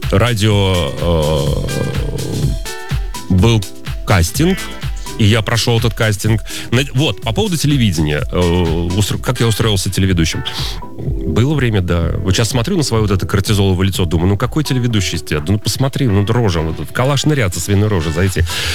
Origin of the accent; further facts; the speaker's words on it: Orenburg, Orenburg Oblast, Russia; moved away; Люди знают, что я из Оренбурга